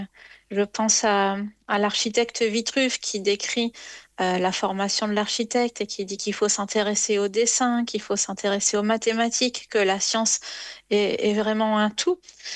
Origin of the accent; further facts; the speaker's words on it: Normandy, France; Moi, je suis originaire de Normandie.